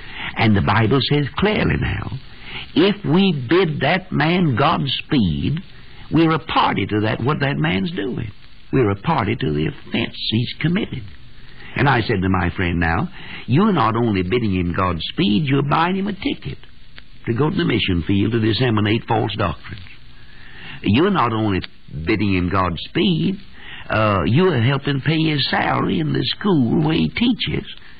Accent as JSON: {"language": "English", "country": "United States", "said": "I'm an American citizen."}